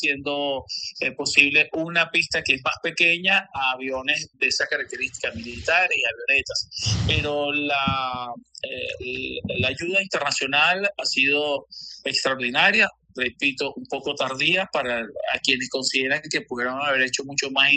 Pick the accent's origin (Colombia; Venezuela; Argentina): Venezuela